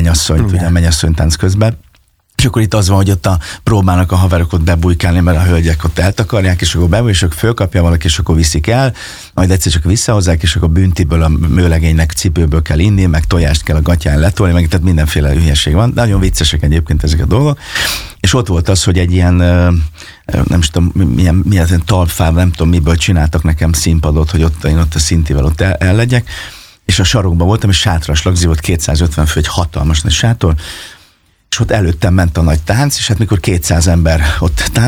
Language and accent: Hungarian; Fényeslitke, Szabolcs-Szatmár-Bereg, Hungary; also born or lived in Kisvárda; Hát ugye én Fényeslétként nőttem föl, és Kisvárdán születtem, és hát ott a megyében, ahova hívtak